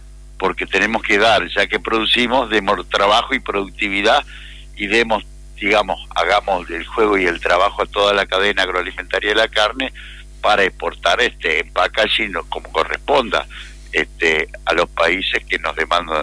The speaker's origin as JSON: {"language": "Spanish", "country": "Argentina", "said": "somos los argentinos"}